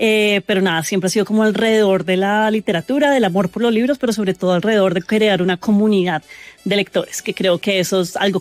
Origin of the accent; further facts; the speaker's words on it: Bogotá, Bogotá D.C., Colombia; todos como rolos